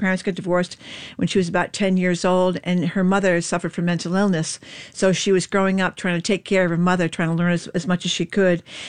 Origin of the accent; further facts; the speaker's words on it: Fall River, Massachusetts, United States; when I was a teenager, somewhat of an airhead, you know, growing up in Fall River